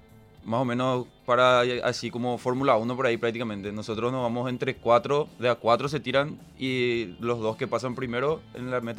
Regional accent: Paraguarí, Paraguay; yo soy de Paraguarí.

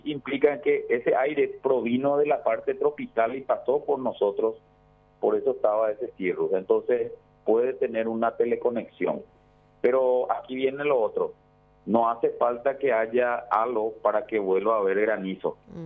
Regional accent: Paraguay; a los que somos aquí de Central y de Capital

